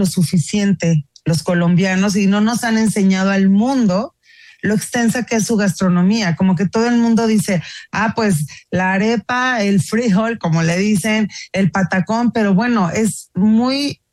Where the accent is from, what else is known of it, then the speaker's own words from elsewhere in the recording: Mexico; Pues es una cocina que a mí me resulta como mexicana bastante dulce